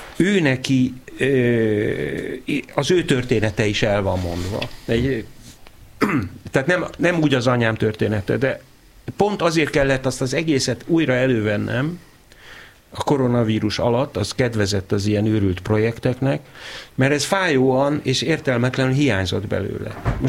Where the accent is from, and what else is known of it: Hungary; born or raised there; also born or lived in Palestine (birthplace)